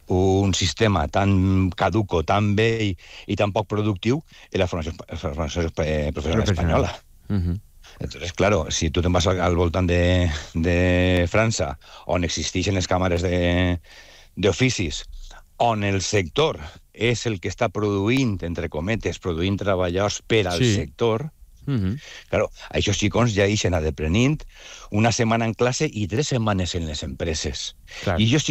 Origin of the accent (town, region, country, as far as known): Valencia, Valencian Community, Spain